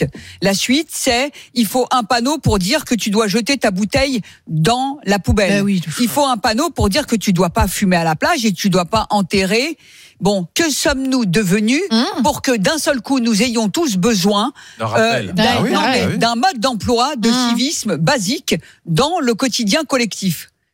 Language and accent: French; France; Moi, je suis comme vous, on a grandi dans cette société, on est français depuis longtemps, on a grandi ici, d'accord, moi dans mes générations.